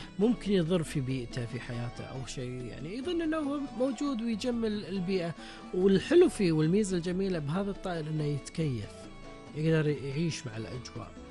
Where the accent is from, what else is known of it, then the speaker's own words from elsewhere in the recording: Kuwait; احنا ككويتيين